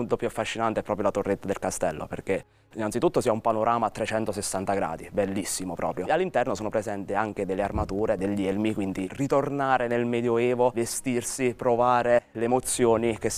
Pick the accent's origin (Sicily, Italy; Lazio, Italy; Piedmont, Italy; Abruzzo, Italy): Abruzzo, Italy; Roccascalegna; Rocca Scalegna è, oltre ad essere il mio paese, luogo dove mi piace vivere, dove ho la maggior parte degli amici, degli interessi.